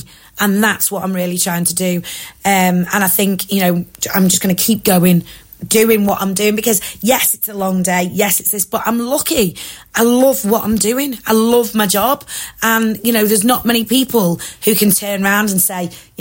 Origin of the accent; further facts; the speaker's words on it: Southport, North West England, United Kingdom; that went on in Southport, my kids have never seen me cry. And I was uncontrollably sobbing. It was my hometown this has happened in.